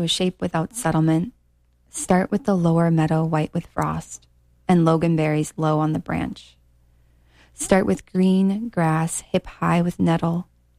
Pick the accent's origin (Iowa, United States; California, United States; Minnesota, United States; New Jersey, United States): Minnesota, United States; Grand Rapids; also born or lived in Two Harbors / Montana; now in Stillwater, United States; So it's been a big circle coming back to Minnesota. But yeah, born and raised in Grand Rapids, and loved growing up here. And it's really, really fun to be back